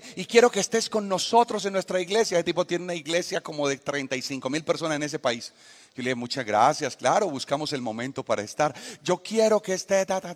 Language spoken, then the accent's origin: Spanish; Colombia; con sangre colombiana. Entonces yo le dije, vengo de la mejor tierra, de Colombia